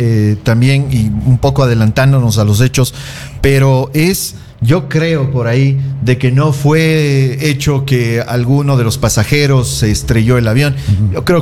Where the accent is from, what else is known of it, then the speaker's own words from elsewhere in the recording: Ecuador; para nosotros como ecuatorianos